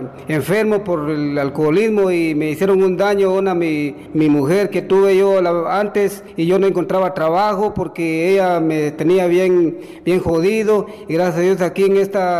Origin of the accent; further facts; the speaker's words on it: Barberena, Santa Rosa, Guatemala; soy de aquí de Barberena